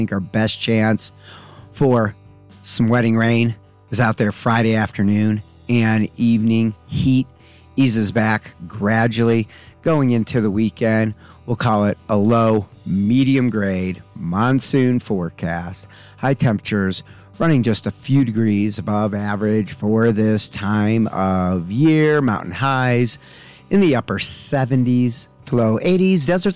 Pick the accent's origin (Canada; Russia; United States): Canada; with weekend weather outlook